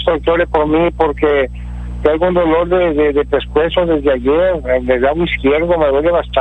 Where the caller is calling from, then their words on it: Reynosa, Tamaulipas, Mexico; De aquí, de Reynosa, pastor.